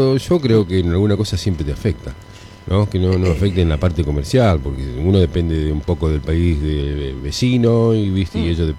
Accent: Argentina; que yo soy también argentino.

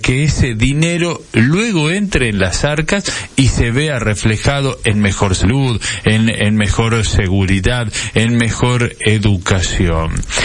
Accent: Argentina

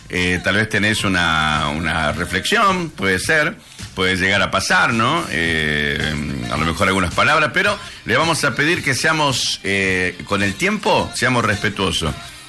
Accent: Argentina; igual somos argentinos

